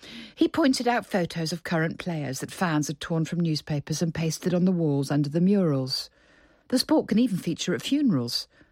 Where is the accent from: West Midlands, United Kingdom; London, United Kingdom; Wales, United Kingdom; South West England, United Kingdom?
South West England, United Kingdom; Bristol; Growing up in Bristol in the 1960s, My dad used to push me under the turnstiles at Ashton Gate, the city ground.